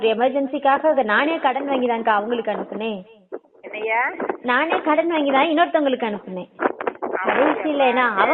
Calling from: Madurai, Tamil Nadu, India; நானாக்கா மதுரையில இருந்து பேசுறேன்க்கா.

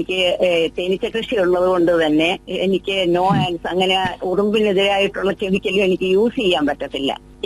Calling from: Thiruvananthapuram, Kerala, India; ഉള്ളൂരിൽ നിന്നാണ് സംസാരിക്കുന്നത്.

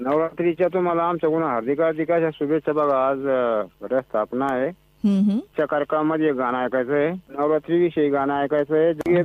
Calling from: Jalna, Maharashtra, India; आमच्या इथं जालना जिल्ह्यामध्ये आपलं एक राजूर गणपतीचं मंदिर असतंय बघा.

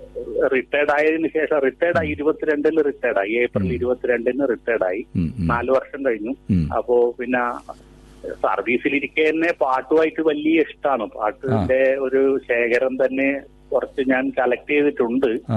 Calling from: Kuveri, Kerala, India; കണ്ണൂർ ജില്ലയില് ചപ്പാരപ്പടു കൂവേരി എന്ന് പറഞ്ഞ സ്ഥലത്തുനിന്നാണ് വിളിക്കുന്നത്.

